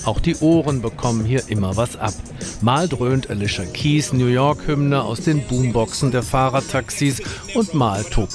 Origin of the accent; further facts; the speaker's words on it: Germany; Als Deutscher sehnt man sich nach dem niedlichen Tatütata unserer Polizeiwagen.